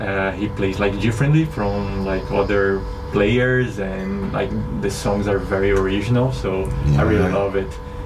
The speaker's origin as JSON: {"language": "English", "town": "Santo André", "region": "São Paulo", "country": "Brazil", "moved": "as an adult", "said": "Like São Paulo, you know, is where I'm from. I'm from Santo André, which is São Paulo, yeah. But yeah, I miss Brazil like every day."}